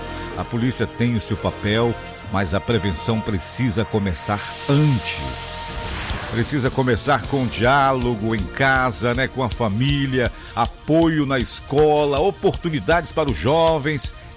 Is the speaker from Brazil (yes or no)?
yes; Alenquer, Pará, Brazil; na minha terra, Alenquer.